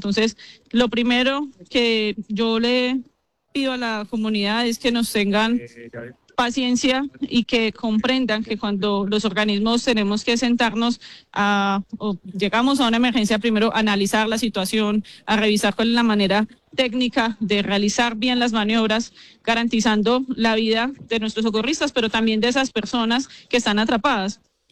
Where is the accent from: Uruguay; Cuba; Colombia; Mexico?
Colombia; Pereira, Risaralda; Yo, más que la directora de Bomberos Oficiales de Pereira, soy pereirana, he vivido siempre aquí